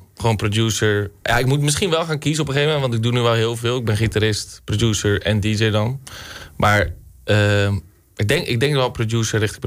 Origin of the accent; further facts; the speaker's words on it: Middelharnis, South Holland, Netherlands; moved away as an adult; also born or lived in Dirksland; now in Rotterdam, Netherlands; Mijn wiegje heeft gestaan, ik ben geboren in Middelharnis en opgegroeid. Eigenlijk pas 2 jaar geleden ben ik hier gaan wonen in Dirksland. En nu word ik net 5 maanden op mezelf in Rotterdam.